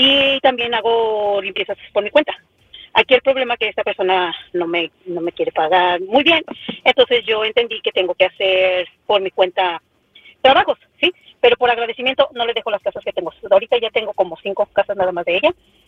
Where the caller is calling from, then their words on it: Minnesota, United States; Les hablo desde Minnesota.